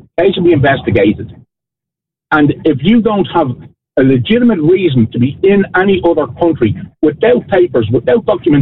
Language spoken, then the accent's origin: English; Ireland; I'm an Irish citizen.